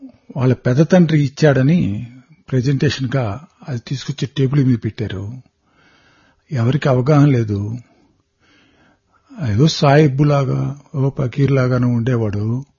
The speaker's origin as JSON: {"language": "Telugu", "town": "Devarampadu", "region": "Andhra Pradesh", "country": "India", "tie": "born or raised there", "said": "సాయిరామ్, మాది ఒంగోలు దగ్గర దేవరంపాడైన కుగ్రామం."}